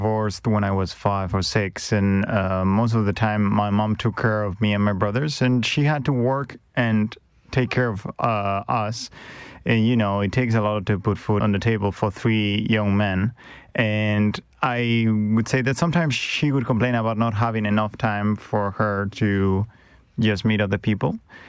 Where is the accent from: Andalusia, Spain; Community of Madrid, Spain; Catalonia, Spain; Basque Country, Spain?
Community of Madrid, Spain; Madrid; English is a second language; moved away as an adult; I grew up in Madrid, and I started journalism in Madrid.